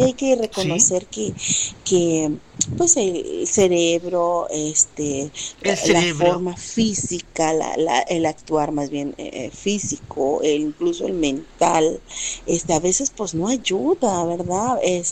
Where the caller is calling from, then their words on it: Yucatán, Mexico; A los que somos de Yucatán nos dicen yucatecos.